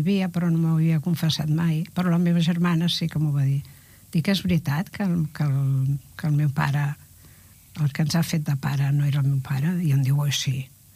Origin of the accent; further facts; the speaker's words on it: Soses, Catalonia, Spain; al poble, jo soc de Soses, érem una pandilla de criatures... molt agosarats, mig salvatges.